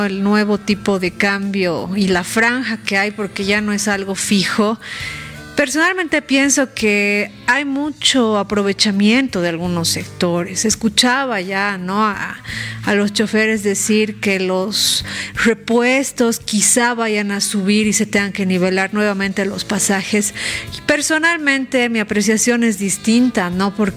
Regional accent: La Paz, Bolivia; Nosotros, los mismos paseños que somos de Ñeque

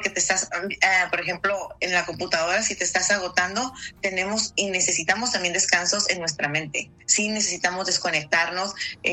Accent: Mexico; ¿a poco no somos los latinos mexicanos?

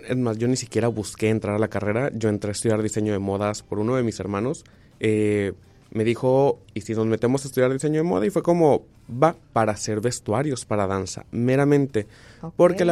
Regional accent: Tijuana, Baja California, Mexico; also born or lived in Hermosillo; Porque mis papás son de Hermosillo y es como... Me gusta honrar ese lado también de mis papás. Fueron, mi hermano mayor es de aquí de Tijuana, fueron a Hermosillo, me tuvieron y se regresaron prácticamente.

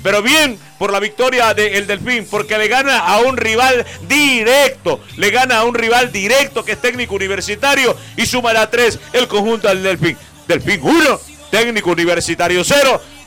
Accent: Manta, Manabí, Ecuador; porque somos de Manta, porque vivimos en Manta, porque comemos en Manta.

